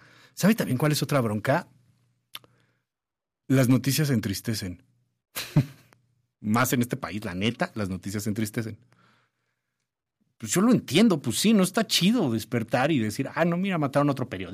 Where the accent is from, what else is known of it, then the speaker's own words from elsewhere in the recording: Mexico; Así vivimos muchos en México.